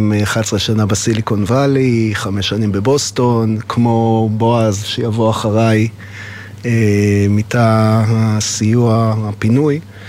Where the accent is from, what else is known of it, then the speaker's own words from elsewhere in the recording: Jerusalem, Jerusalem District, Israel; אז אני יליד ירושלים. את הרומן שלי עם צהל התחלתי בגיל 14. אני למדתי בפנימיה הצבאית בחיפה, בריאלי